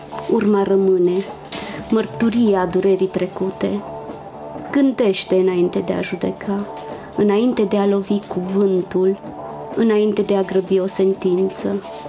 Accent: Maramureș County, Romania; accent: Maramureș; moved away; vin de la Maramureș și am un pic accentul de Maramureș care nu a dispărut de tot.

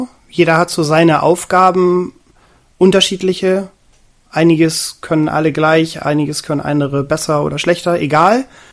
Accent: Northern Germany, Germany; Ganz erbärmlich, wir sind aus Norddeutschland.

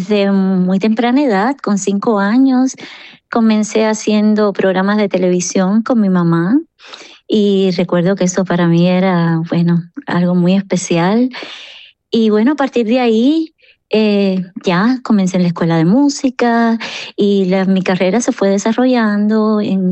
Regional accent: Cuba; moved away; el llevar la música y defender la música cubana en Europa, y eso me lo tomé como una misión desde que salí de Cuba

